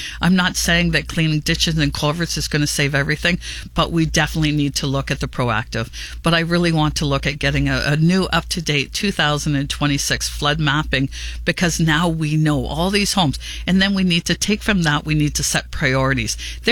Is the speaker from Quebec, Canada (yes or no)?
no; Lincoln, Ontario, Canada; You know, I've lived and worked in this community my whole entire life. Lincoln has been my home. I raised my children here.